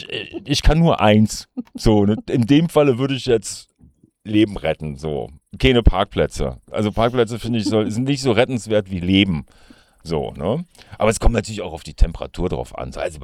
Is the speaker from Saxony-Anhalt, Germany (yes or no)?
no; North Rhine-Westphalia, Germany; aber ich komme halt aus dem Ruhrpott, so, da habe ich ja auch ein Händchen früher